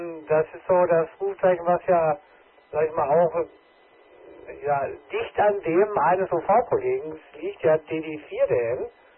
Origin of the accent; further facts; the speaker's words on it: Dortmund, North Rhine-Westphalia, Germany; Ich bin aus Dortmund-Marten.